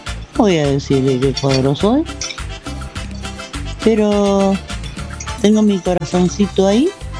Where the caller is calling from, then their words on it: Argentina; como argentinos nosotros somos humildes.